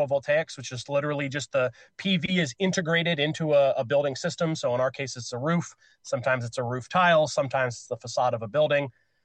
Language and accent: English; Akron, Ohio, United States; moved away; also born or lived in Cincinnati; I'm a Rust Belt boy, born and raised in Akron. I went to school down in Xavier in Cincinnati.